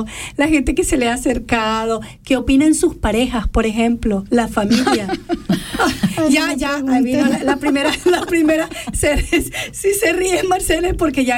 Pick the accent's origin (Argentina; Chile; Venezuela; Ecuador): Venezuela; now in Switzerland; ¿por qué estás hablando tan venezolano? Y le digo, porque soy venezolana, solo que me adapto cuando ustedes hablan